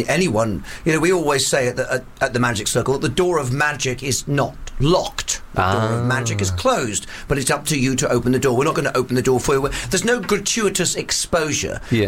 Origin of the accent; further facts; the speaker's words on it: Bampton, South West England, United Kingdom; also born or lived in Hammersmith, London; I was born in Hammersmith in London, but I grew up in Devon.